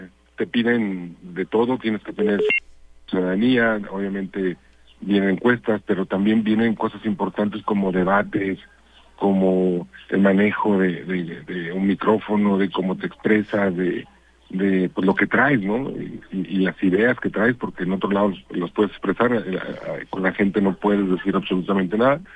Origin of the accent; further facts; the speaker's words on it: Salamanca, Guanajuato, Mexico; Yo siempre viví en Faja de Oro, ahí desde chiquito, ahí era el casco de la hacienda de mi abuelo, y luego se hizo la casa de mis papás, y ahí viví hasta los 28 años, y luego ya me fui a Guadalupe